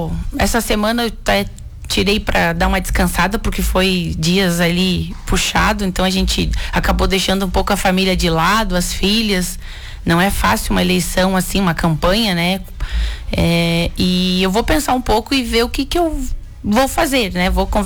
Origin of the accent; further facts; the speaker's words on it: Lages, Santa Catarina, Brazil; also born or lived in Palmeira; Eu sou natural de Lages, nasci em Lages, no Hospital Maternidade Teresa Ramos. E morei aí até um ano de idade, depois fui para Palmeira. Minha família foi morar no interior, pequenos agricultores lá no Mato Escuro.